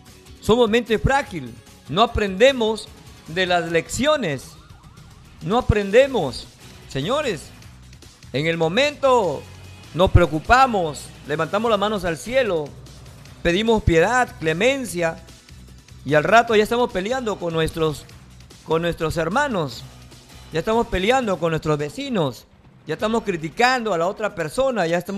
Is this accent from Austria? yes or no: no; Peru; Tenemos cosas positivas los peruanos.